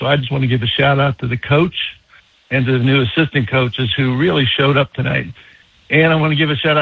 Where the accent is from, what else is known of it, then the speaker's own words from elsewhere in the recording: Conneaut Lake, Pennsylvania, United States; now in Charlotte, United States; Here in Charlotte, you welcome us every, you know, we get to hear you every day, but I'm originally from Conneaut Lake